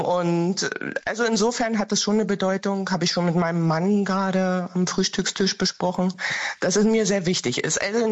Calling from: East Germany, Germany; ich bin aus dem Osten

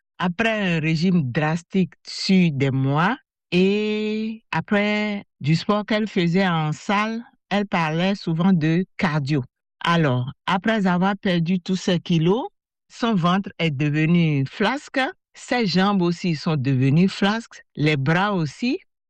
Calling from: Cotonou, Littoral, Benin; j'appelle de Cotonou, Bénin. J'ai 68 ans

